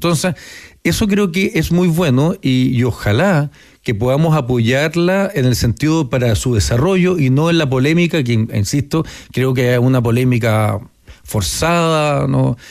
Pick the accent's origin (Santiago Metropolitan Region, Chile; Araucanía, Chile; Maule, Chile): Santiago Metropolitan Region, Chile; Santiago; Yo cuando niño vivíamos ahí en Miguel Claro